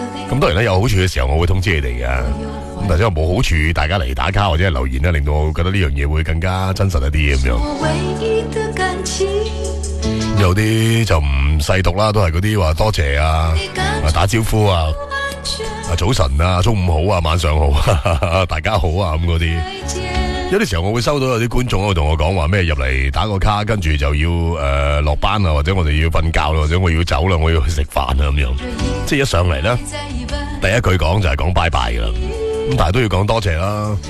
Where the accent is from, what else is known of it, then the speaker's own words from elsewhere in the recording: Guangdong, China; 咁我哋广东人啦